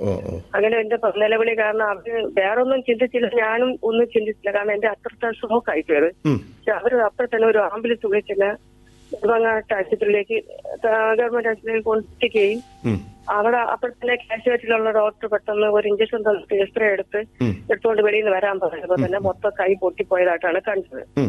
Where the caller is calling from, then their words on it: Palakkad, Kerala, India; പാലക്കോട്ട് നിന്നാ വിളിക്കുന്നത്.